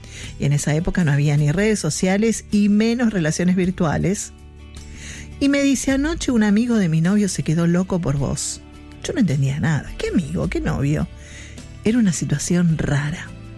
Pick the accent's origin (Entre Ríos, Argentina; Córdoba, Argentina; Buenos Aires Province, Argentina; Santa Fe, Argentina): Buenos Aires Province, Argentina; Quilmes; born there; nací en Quilmes.